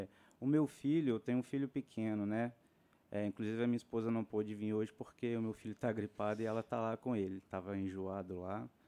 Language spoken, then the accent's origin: Portuguese; São João del-Rei, Minas Gerais, Brazil; moved away as an adult; now in Tabatinga, Brazil; Eu sou mineiro, sou mineiro de uma cidade do interior de Minas Gerais, né, São João del Rei, que é uma cidade histórica e tudo. Então, assim, é uma cidade pequena.